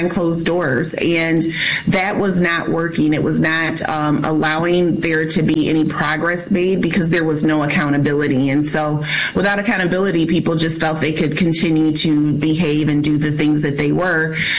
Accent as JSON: {"language": "English", "town": "Muskegon", "region": "Michigan", "country": "United States", "said": "I'm from Muskegon, Michigan."}